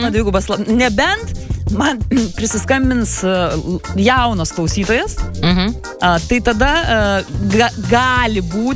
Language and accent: Lithuanian; Klaipėda, Klaipėda County, Lithuania; now in Vilnius, Lithuania; Aš pavyzdžiui, Vilniuje gyvenu jau daugiau metų negu Klaipėdoje, bet aš vis tiek jaučiuosi klaipėdietė